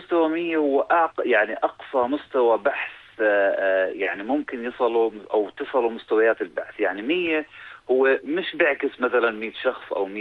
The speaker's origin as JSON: {"language": "Arabic", "country": "Jordan", "said": "إحنا مثلا كأردنيين أو عرب"}